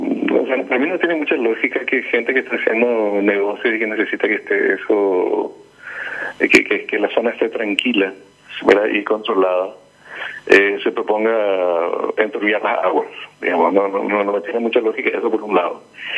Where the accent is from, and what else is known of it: Paraguay